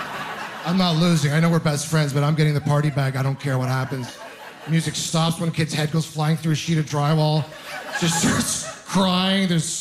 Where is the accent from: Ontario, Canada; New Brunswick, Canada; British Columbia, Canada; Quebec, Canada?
Ontario, Canada; I'm originally from Ontario, and I've got a lot of friends that have been popping out kids in the last few years.